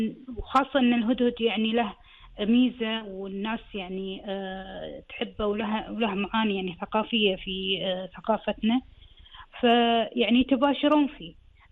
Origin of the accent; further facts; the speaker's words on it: Kuwait; فيتجمعون أول شيء عندنا بالكويت